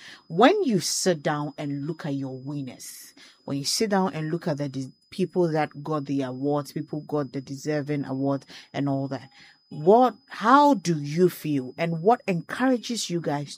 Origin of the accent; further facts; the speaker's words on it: Takoradi, Western Region, Ghana; I was from Western Region.